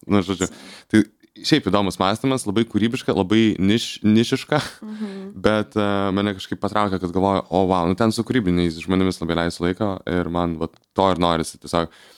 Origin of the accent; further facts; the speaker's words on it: Vilnius, Vilnius County, Lithuania; aš esu iš Vilniaus, tai aš neturiu kur Vilniui pabėgti.